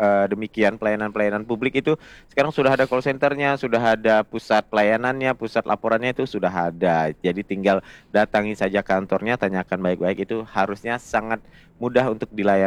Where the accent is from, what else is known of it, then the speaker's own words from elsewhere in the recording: Sambas, West Kalimantan, Indonesia; saya sebagai orang Sambas